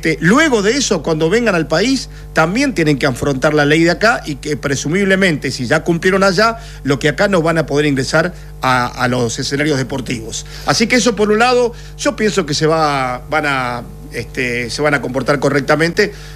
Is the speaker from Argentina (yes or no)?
yes; Argentina; nosotros los argentinos